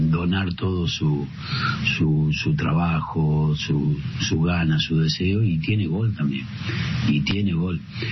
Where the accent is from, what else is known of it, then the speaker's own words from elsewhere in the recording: Villa María, Córdoba, Argentina; Él es un chico, encima de Villa María, yo soy de Villa María, nacimos en el mismo pueblo